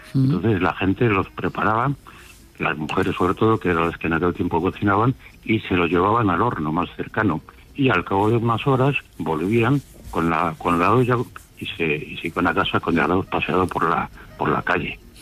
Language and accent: Spanish; Valencian Community, Spain; Porque yo soy valenciano también.